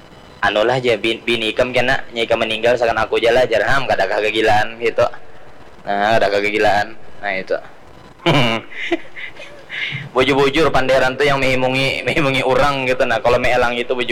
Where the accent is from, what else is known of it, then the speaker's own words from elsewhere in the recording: Martapura, South Kalimantan, Indonesia; di kampung kami dah, kampung Melayu, Matapura dah.